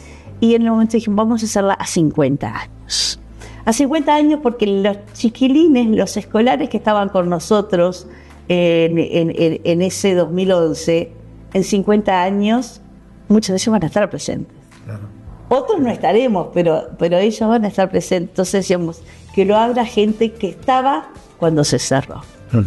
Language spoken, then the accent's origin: Spanish; Canelones, Uruguay; es lo que somos los canarios, lo que hacemos los canarios.